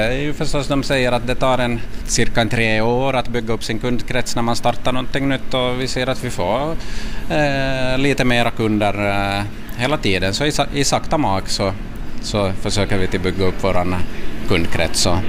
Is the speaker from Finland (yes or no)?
yes; Vaasa, Ostrobothnia, Finland; born there; also born or lived in Italy; Jag har pappa från Rom och mamma från Vasa. Jag levde några år i Italien också när jag var liten, men största delen av livet har jag vuxit upp ändå här i Finland och i Vasa just.